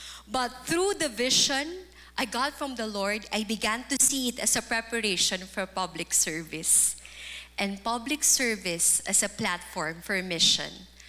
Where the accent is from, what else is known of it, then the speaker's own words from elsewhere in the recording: Tabaco, Bicol Region, Philippines; And by faith, I went to my hometown.